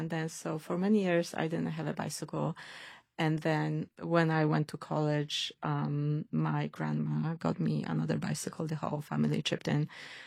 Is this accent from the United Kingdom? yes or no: no; Poland; now in Austin, United States; Yeah. I moved to Austin in 2019 from Poland.